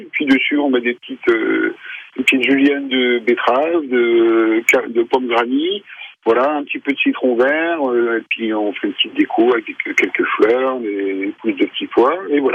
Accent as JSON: {"language": "French", "region": "Brittany", "country": "France", "moved": "as an adult", "lives_now": "La Chapelle-sur-Loire, France", "said": "on est breton, hein, pur beurre, évidemment. Et nous, la Bretagne ne nous manque pas. La Touraine, c'est une région, quoi, ça fait 20 ans qu'on vient par là."}